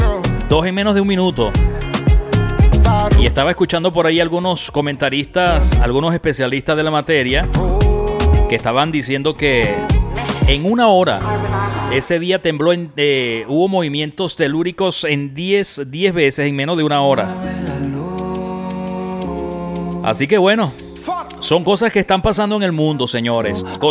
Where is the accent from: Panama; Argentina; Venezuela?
Venezuela; now in Spain; aunque yo estoy acá en España, estoy de corazón allá en Venezuela, mi tierra amada, mi tierra querida